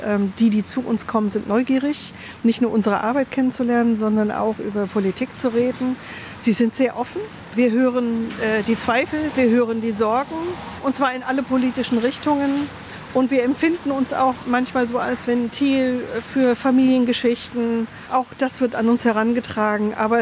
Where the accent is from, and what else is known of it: East Germany, Germany; born or raised there